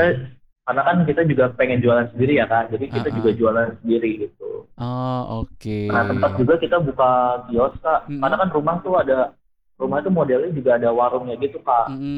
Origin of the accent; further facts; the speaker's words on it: Bekasi, West Java, Indonesia; born there; padahal aku sendiri pun lahirnya di Bekasi dan mama papaku orang Jawa kak